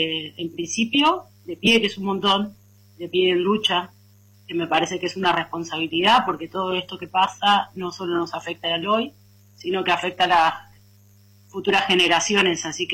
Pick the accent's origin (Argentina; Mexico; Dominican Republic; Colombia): Argentina; Pergamino, Buenos Aires Province; moved away; yo soy nacida y criada en Pergamino, así que es un territorio que imaginarás que quiero un montón, donde todavía sigue mi mamá viviendo y donde falleció mi padre de cáncer